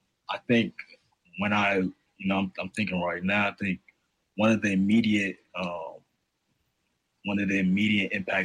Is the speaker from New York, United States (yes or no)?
yes; New York, United States; growing up in Harlem and seeing, you know, a certain mold of people, a certain, you know, vernacular and all that stuff, and then switching over to going to boarding school, middle of nowhere in Massachusetts